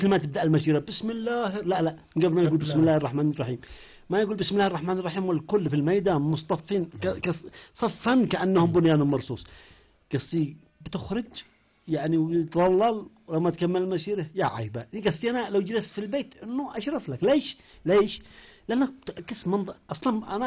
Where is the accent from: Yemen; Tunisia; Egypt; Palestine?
Yemen